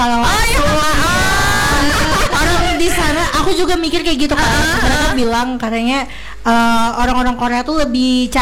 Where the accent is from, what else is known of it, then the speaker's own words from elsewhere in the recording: Sampit, Central Kalimantan, Indonesia; Aku kan besarnya di Kota Sampit ya, di Kota Waringin Timur.